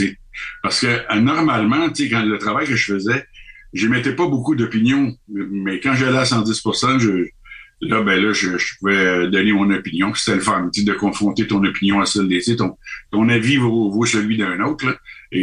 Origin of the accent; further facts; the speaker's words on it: Canada; moi, je suis du Canada, je suis ici de passage